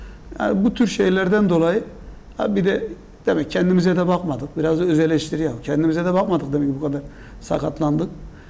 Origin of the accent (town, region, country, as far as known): Mersin, Turkey